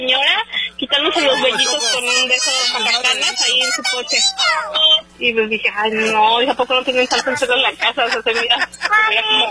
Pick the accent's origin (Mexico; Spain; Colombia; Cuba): Mexico; Mexico City; born or raised there